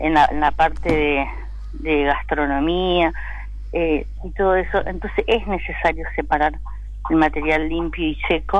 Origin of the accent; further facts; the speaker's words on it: Puerto Iguazú, Misiones, Argentina; vivimos en Iguazú, somos de Iguazú